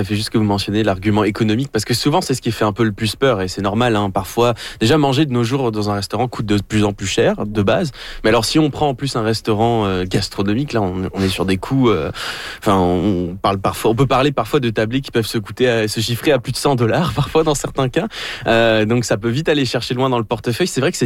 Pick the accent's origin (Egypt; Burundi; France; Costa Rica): France; parce que bon, ça s'entend à mon accent, je viens de France.